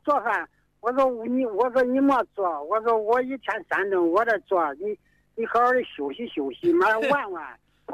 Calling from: Xiangyang, Hubei, China; 襄州区张集镇，我们高庄村山村的人。

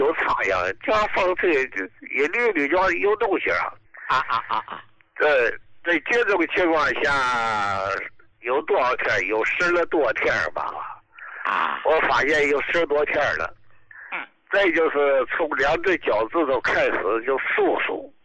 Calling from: Dalian, Liaoning, China; 我是大连的哈，

